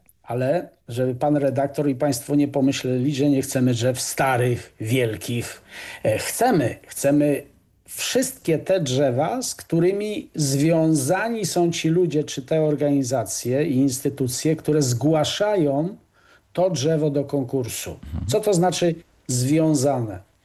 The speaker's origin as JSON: {"language": "Polish", "town": "Bielsko-Biała", "region": "Silesian Voivodeship", "country": "Poland", "tie": "born or raised there", "said": "w centrum mojego rodzinnego miasta Bielska-Białej"}